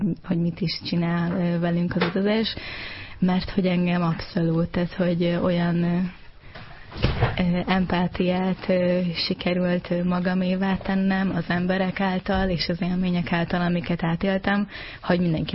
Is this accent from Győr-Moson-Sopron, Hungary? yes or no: yes; Győr-Moson-Sopron, Hungary; Én Györmellől származom, és a családom azóta is ott él, és a középiskola után Pécsre mentem tanulni.